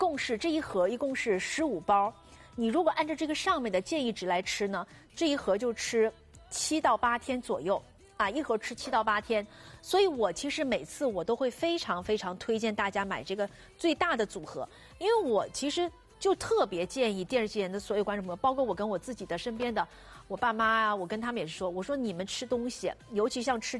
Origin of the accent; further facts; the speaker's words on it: Jiangxi, China; now in Shanghai, China; 回到老家一起出去玩，我们老家爬庐山啊什么的